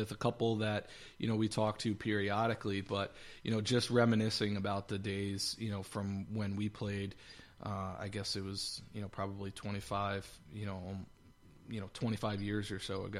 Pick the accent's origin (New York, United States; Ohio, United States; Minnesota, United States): New York, United States; Catskill; You know, I grew up in Catskill, went to Catskill High, went away to college, came back